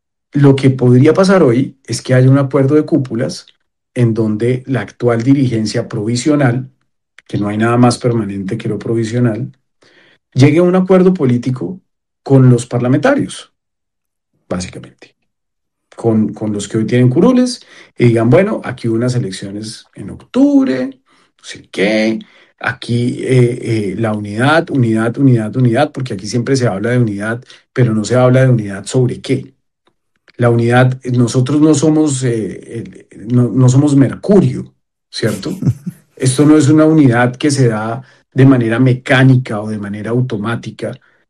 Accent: Caribbean Region, Colombia; porque yo soy un bacán y soy un costeño y tal, extrovertido

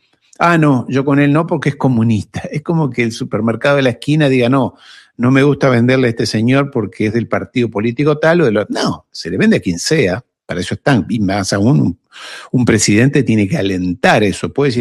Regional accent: Uruguay; Yo soy uruguayo

